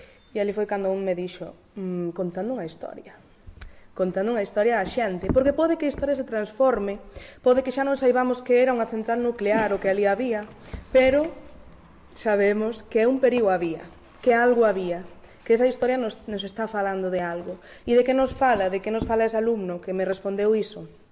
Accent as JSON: {"language": "Galician", "town": "Vigo", "region": "Galicia", "country": "Spain", "said": "Cheguei sumamente sorprendida porque aquí onde me vedes son de Vigo, e en Vigo pois case non se fala galego."}